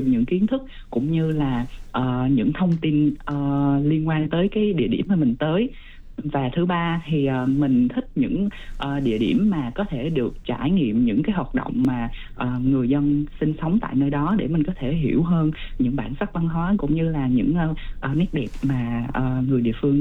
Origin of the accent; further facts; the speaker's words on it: Dak Lak, Vietnam; quê hương của mình, đó là Phú Yên cũ, thì hiện nay đó là tỉnh Đắk Lắk.